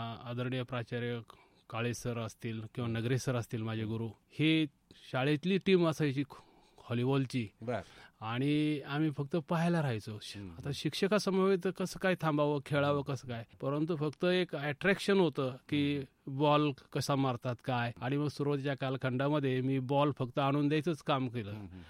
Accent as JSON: {"language": "Marathi", "town": "Pimpalgaon Malvi", "region": "Maharashtra", "country": "India", "tie": "born or raised there", "said": "मी ग्रामीण भागातलाच एक खेळाडू आहे. माझं गावाचं नाव आहे पिंपळगाव माळवी, जवळच आहे डोंगरगण रोडला. माझं बालपण जे आहे ते माझ्या गावामध्येच गेलं."}